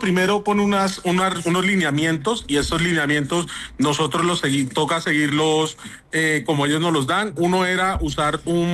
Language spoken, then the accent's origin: Spanish; Cartagena, Bolívar, Colombia; yo soy cartagenero